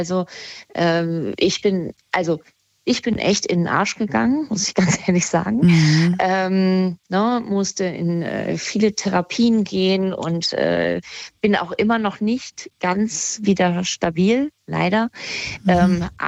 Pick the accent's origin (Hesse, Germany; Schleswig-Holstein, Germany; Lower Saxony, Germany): Hesse, Germany; Kassel; ich komme ja ursprünglich aus Kassel, aber bin dann ein bisschen weiter weggegangen.